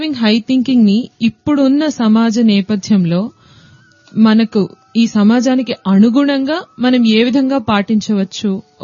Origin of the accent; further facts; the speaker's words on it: Andhra Pradesh, India; నేను అనంతపురం జిల్లా నుంచి వచ్చాను.